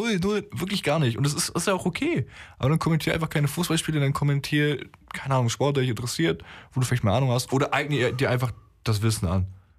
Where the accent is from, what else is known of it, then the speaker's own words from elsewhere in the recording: Germany; first language German; ich bin Deutscher. So, es ist meine Muttersprache.